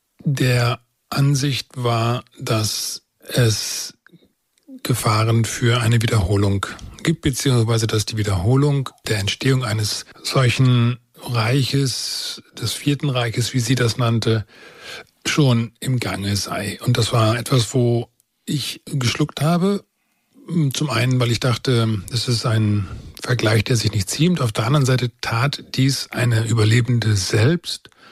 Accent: Germany; als Deutscher

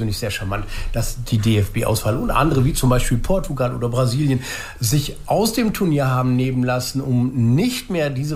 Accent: Germany; als Deutsche

